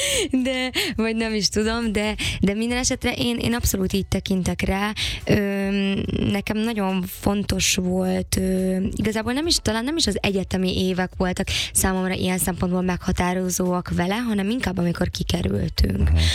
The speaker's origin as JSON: {"language": "Hungarian", "region": "Felvidék", "country": "Slovakia", "moved": "as an adult", "lives_now": "Budapest, Hungary", "said": "én Felvidékről jöttem, igaz, hogy egy színészi családból"}